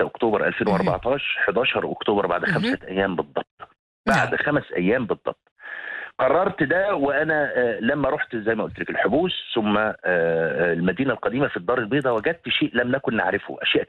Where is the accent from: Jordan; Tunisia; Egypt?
Egypt; moved away as an adult; now in Morocco; لما عملت يوميات صحفي مصر في المغرب